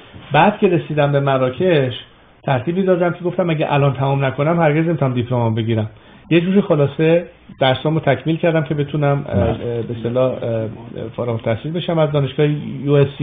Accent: Iran

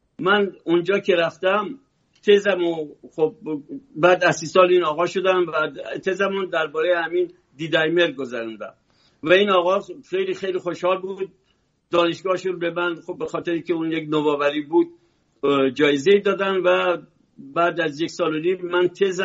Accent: Iran; now in France; من ایرانی هستم ولی اصلا ربطی هم به شاه ندارم.

